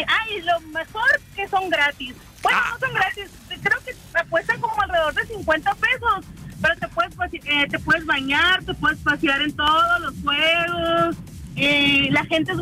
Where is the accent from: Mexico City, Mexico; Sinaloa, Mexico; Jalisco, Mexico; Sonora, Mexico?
Sonora, Mexico; Navojoa